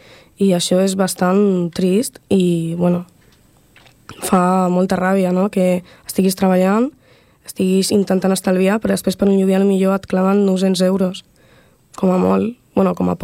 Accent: Catalonia, Spain; sóc d'un poble d'aquí de prop d'Esplugues del costat

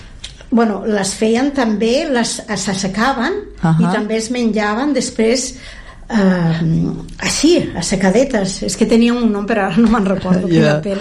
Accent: Castile and León, Spain; com en el carnet figura que som de León, però estem a la franja, diguérem.

